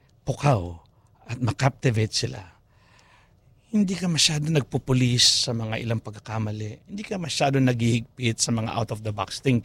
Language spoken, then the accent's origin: Tagalog; Tarlac, Central Luzon, Philippines; Ako, taga-Tarlac ako, nagkakapangbangan ako, nag-Ilocano ako.